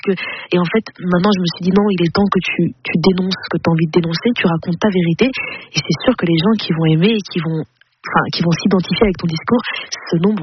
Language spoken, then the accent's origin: French; Flanders, Belgium; puisque moi j'ai grandi en Flandre, donc la partie flamande de la Belgique.